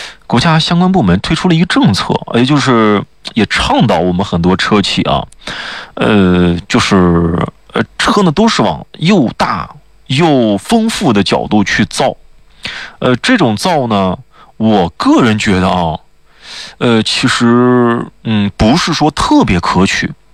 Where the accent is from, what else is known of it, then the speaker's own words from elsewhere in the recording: China; 我们中国人